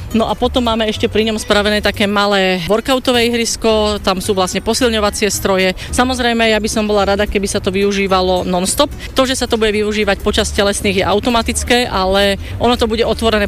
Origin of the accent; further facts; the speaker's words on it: Bratislava, Bratislava Region, Slovakia; born there; som rodená Bratislavčanka